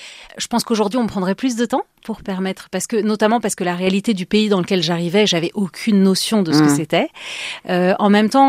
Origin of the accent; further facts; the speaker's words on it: Marseille, Provence-Alpes-Côte d'Azur, France; moved away as an adult; also born or lived in Paris; now in Bethlehem, Palestine; Après avoir grandi à Marseille, j'ai été prof à Paris